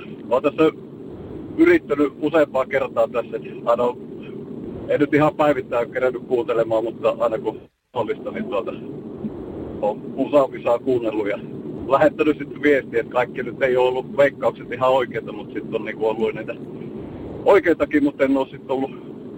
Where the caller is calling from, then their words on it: Ruokolahti, South Karelia, Finland; Ruokolahdella.